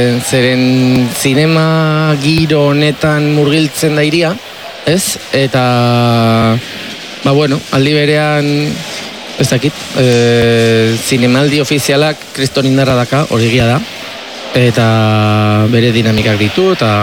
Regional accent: San Sebastián, Basque Country, Spain; ni Donostiarra naiz

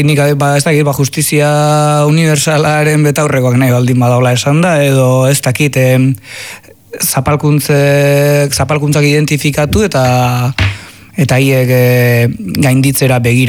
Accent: Azpeitia, Basque Country, Spain; ni Azpeitiarra naiz

